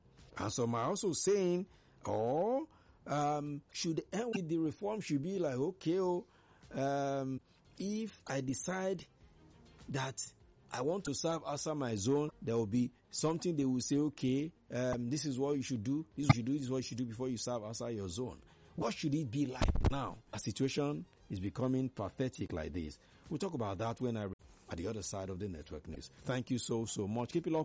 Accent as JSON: {"language": "English", "region": "South West", "country": "Nigeria", "tie": "born there", "said": "I was born in the Southwest. I don't want to serve in the Southwest. I want to go to the North."}